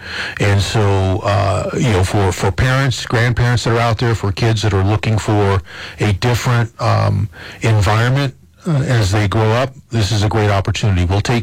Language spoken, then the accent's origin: English; Dexter, New Mexico, United States; No, I grew up in Dexter, New Mexico, which is in southeast New Mexico.